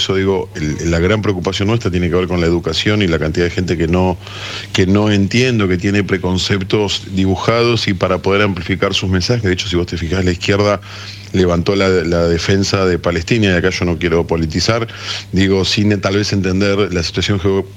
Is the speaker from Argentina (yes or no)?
yes; Argentina; somos argentinos judíos. Y no es un tecnicismo menor. O sea, somos una población argentina que defendemos a nuestro país